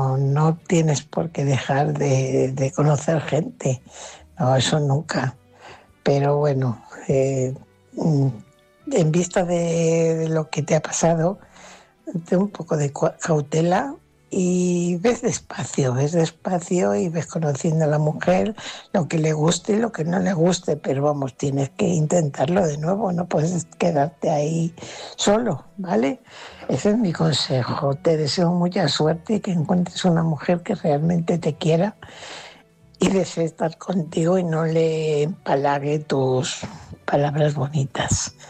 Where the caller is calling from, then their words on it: Fuenlabrada, Community of Madrid, Spain; corresponsal de Fuenlabrada.